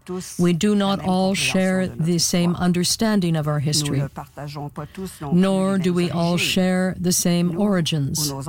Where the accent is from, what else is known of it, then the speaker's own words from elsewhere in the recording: Montreal, Quebec, Canada; I grew up in Montreal in a comfortably homogeneous environment.